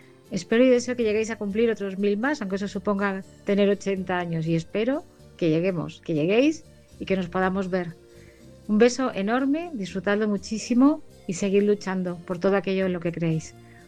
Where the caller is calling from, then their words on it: Madrid, Community of Madrid, Spain; os hablo desde España, desde Madrid.